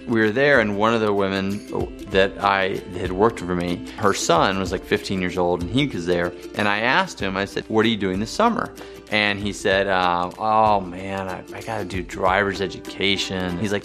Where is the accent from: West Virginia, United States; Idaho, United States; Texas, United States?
Texas, United States; now in Los Angeles, United States; I grew up in Texas riding horses some